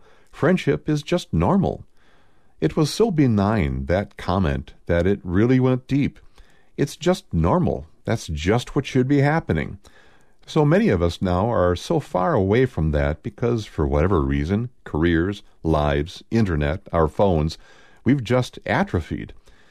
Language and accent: English; New Jersey, United States; But I'm from New Jersey. I end up defaulting back